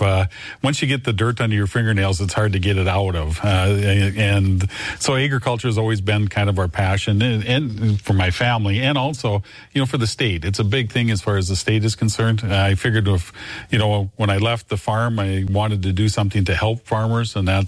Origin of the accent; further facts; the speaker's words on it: Milnor, North Dakota, United States; born and raised in North Dakota, a farm in southeast part of the state down by Milner. Went to high school at Milner